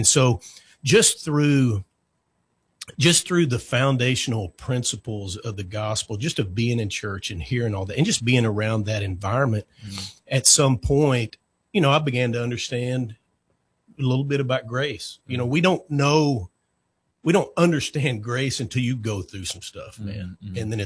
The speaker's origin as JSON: {"language": "English", "town": "Vernon", "region": "Texas", "country": "United States", "tie": "born or raised there", "said": "I grew up in Vernon, Texas. That's kind of north central Texas, pretty close to Wichita Falls."}